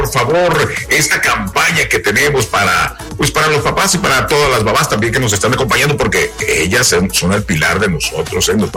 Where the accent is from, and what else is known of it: Mexico